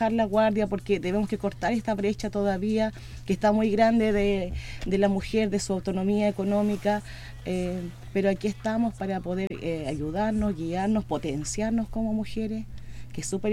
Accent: Riñihue, Los Ríos, Chile; Yo que vengo de Riñigüe

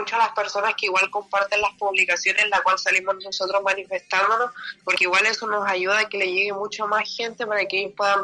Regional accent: Chile

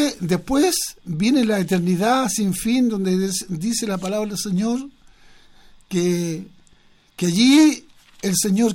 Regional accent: Chile

